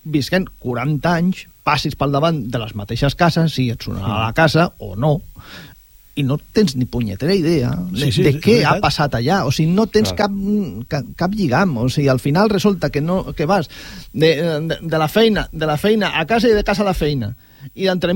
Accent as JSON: {"language": "Catalan", "town": "L'Hospitalet de Llobregat", "region": "Catalonia", "country": "Spain", "said": "sóc d'Hospitalet i vinc cap aquí a Sant Boi, ja porto molts anys"}